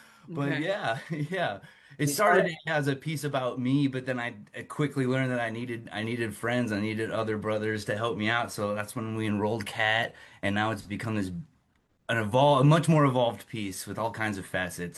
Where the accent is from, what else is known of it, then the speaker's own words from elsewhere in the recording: Iowa, United States; I grew up in Iowa.